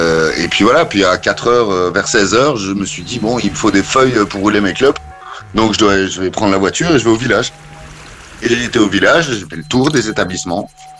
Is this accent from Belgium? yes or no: yes; Belgium; je suis en Provence et je suis descendu, je suis belge, je suis descendu dans le sud de la France